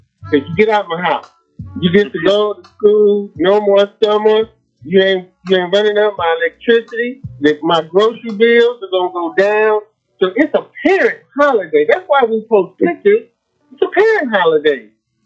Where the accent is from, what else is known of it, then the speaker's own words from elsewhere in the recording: Texas, United States; I'm from Texas.